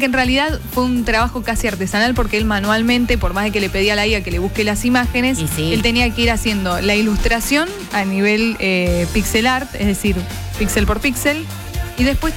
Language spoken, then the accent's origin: Spanish; Buenos Aires, Argentina; uno como porteño que vive acá